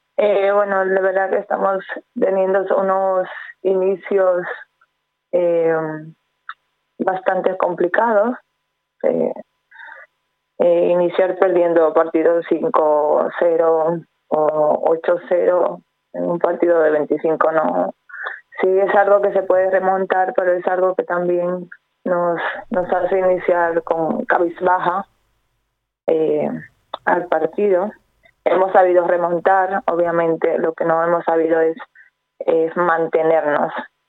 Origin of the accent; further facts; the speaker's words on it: Dominican Republic; now in Torrelavega, Spain; soy de República Dominicana